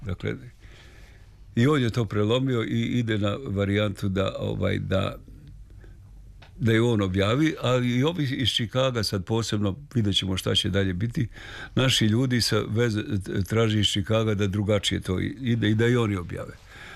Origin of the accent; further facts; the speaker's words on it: Serbia; to je narodni termin kod nas u Srbiji, se kaže to je prodata duša.